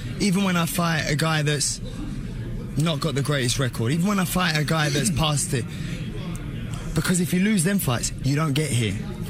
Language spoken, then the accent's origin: Spanish; Mexico; No, pero yo soy más mexicano que él.